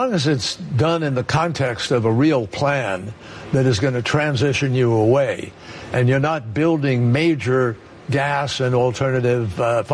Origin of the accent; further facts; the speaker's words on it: Massachusetts, United States; In my home state of Massachusetts, we're bui